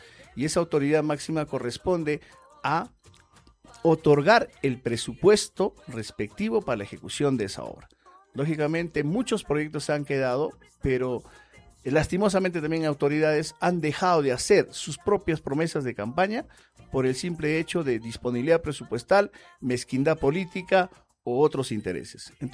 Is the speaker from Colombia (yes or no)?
no; Huancayo, Junín, Peru; Soy de acá de Huancayo, soy exalumno isabelino, estudiante de la Universidad Peruana Los Andes. Mi familia se ha formado acá, mis amistades y toda mi vida la he hecho en Huancayo.